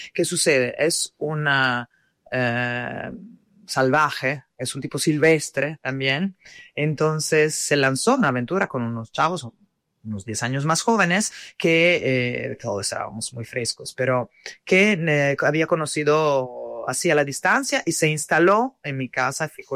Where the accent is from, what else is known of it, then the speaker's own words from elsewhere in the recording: Italy; Spanish is a second language; yo también siendo europea, de origen italiana, hubiera podido tener interés en moverme bien.